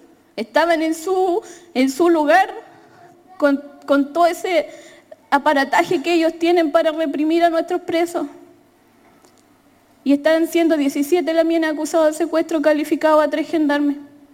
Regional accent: Temucuicui, Araucanía, Chile; Me siento orgullosa de ser de Temucuicui

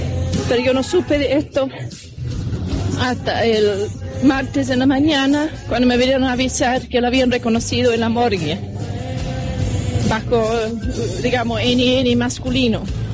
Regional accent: England, United Kingdom; now in Chile; yo soy ciudadana británica. Voy a volver un tiempo a Inglaterra.

